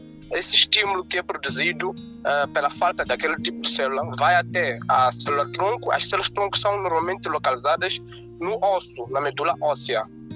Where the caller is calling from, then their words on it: Maputo, Mozambique; Falo de Maputo, mesmo estado de Maputo.